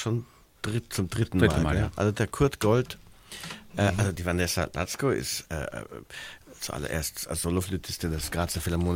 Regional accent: Bavaria, Germany; moved away as an adult; now in Vienna, Austria; ich bin groß geworden in der Gegend von München

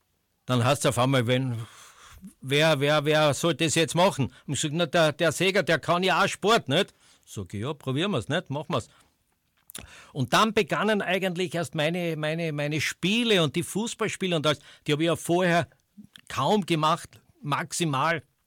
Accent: Styria, Austria; accent: Styrian; Und ich war halt auch ein Steirer, der halt ein bisschen...

